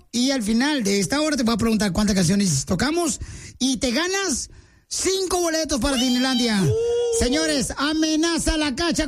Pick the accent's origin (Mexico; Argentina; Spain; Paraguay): Mexico; Ocotlán, Jalisco; now in Los Angeles, United States; En Ocotlán, Jalisco, mi tierra natal, sí.